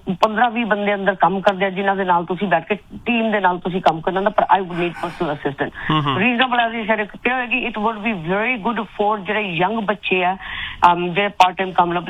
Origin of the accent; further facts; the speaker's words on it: Punjab, India; ਮੈਂ ਪੰਜਾਬ ਤੋਂ ਜੀ।